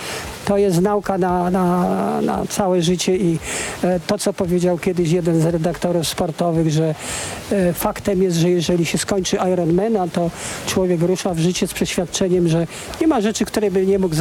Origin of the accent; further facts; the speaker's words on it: Kraków, Lesser Poland, Poland; accent: Kraków; jak ja to mówię po krakowsku